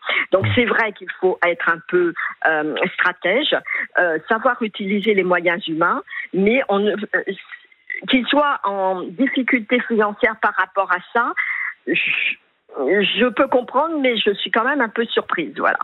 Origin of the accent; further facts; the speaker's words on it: Île-de-France, France; puisque je suis des Hauts-de-Seine